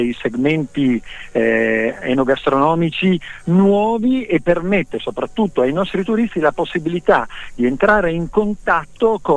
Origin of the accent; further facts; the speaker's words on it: Piedmont, Italy; Io parlo da piemontese e per me il tema del dolcetto e del Barbera era un vino che era il vino dei miei nonni